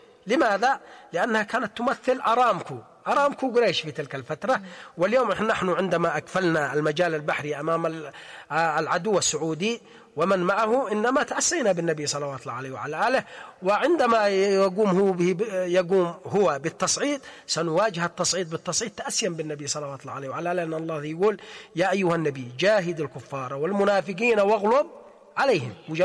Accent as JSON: {"language": "Arabic", "country": "Yemen", "said": "نحن كشعب يمني"}